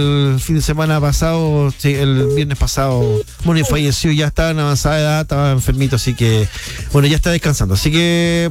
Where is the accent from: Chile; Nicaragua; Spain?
Chile; obviamente soy chileno